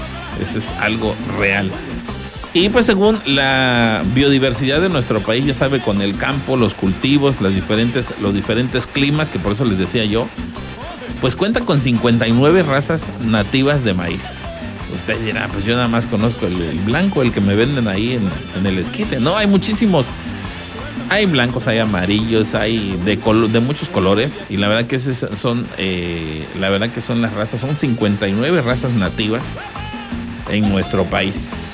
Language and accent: Spanish; Mexico; nuestra creencia como mexicanos.